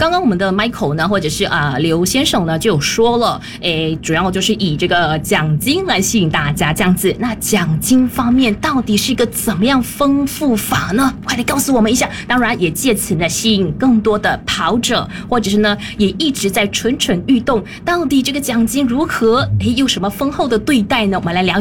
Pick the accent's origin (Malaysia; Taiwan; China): Malaysia; 其实我们就是马来西亚的公民